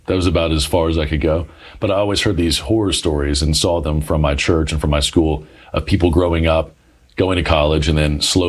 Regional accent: Douglasville, Georgia, United States; born or raised there

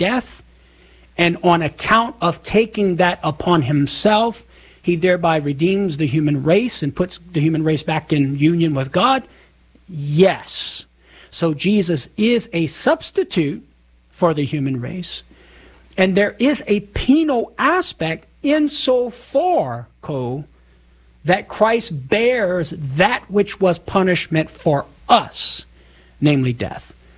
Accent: the South, United States; accent: southern; making fun of my southern accent.

